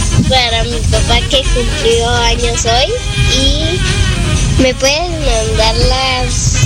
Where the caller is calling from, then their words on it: Irapuato, Guanajuato, Mexico; yo soy de Irapuato, Guanajuato.